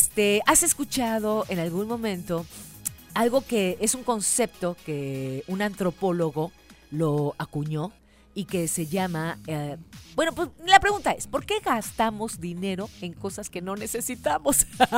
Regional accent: Mexico

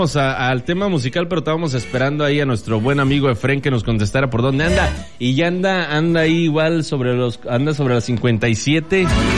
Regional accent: Mexico; ¡Viva México! ¡Vivan todos los mexicanos! Todos somos mexicanos, todos somos México.

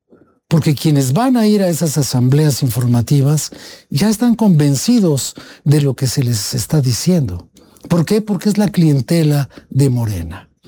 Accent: Mexico

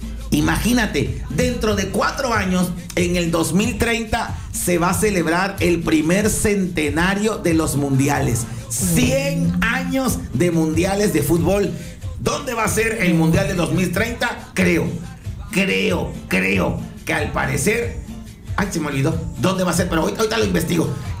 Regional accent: Mexico; Aquí los mexicanos, mismo, nos complicamos la vida.

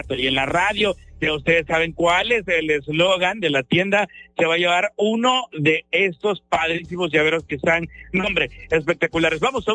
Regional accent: Mexico

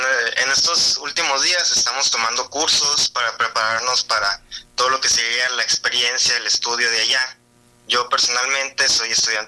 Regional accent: Ciudad Obregón, Sonora, Mexico; born there; Sí, yo soy de Ciudad Obregón, nacido aquí.

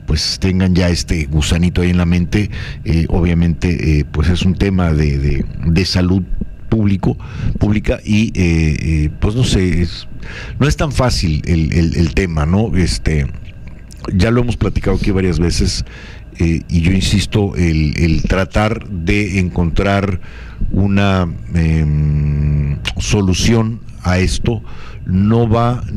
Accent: Mexico; Siempre somos mexicanos, siempre queremos a México

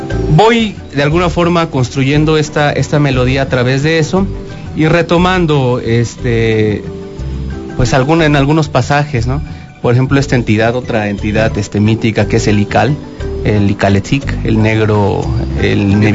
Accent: Chiapas, Mexico; nuestra identidad. También chiapaneca, pero también esto que de alguna forma es inevitable decir, pero que nos conforma como también mexicanos

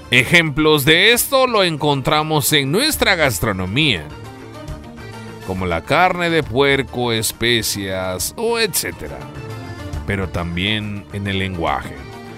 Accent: Mexico; Nosotros como mexicanos utilizamos muchas palabras.

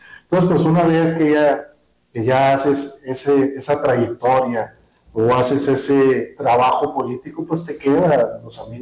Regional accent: Cananea, Sonora, Mexico; estoy muy contento de estar aquí en mi pueblo.

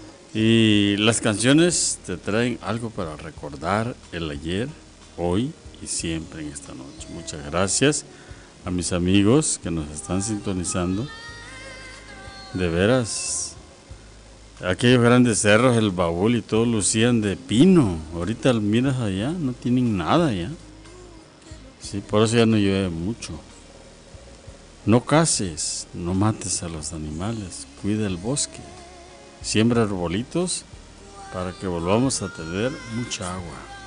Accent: Cintalapa, Chiapas, Mexico; moved away as an adult; Yo estuve en otras estaciones de radio de la República Mexicana y ya llegué a mi tierra natal.

